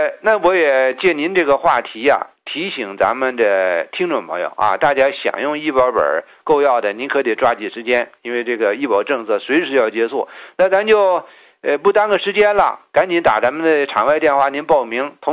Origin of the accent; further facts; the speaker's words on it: Henan, China; accent: Henan; 您把我的河南腔都给拐得出来了